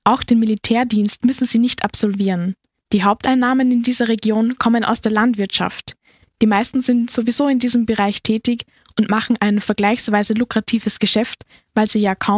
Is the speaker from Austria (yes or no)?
yes; Austria; wir uns als Österreicher